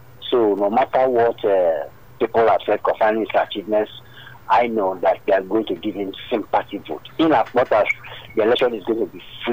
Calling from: Abaranje, Ikotun, Lagos, Nigeria; I'm calling from Abaronja in Ekosun.

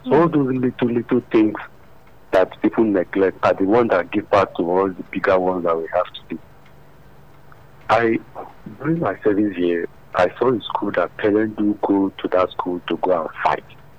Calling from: Nigeria; I'm calling from Kola.

